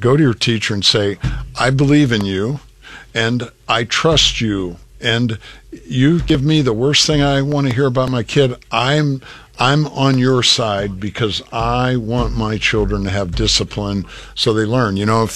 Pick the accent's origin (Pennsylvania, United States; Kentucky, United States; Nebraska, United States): Nebraska, United States; Columbus; born or raised there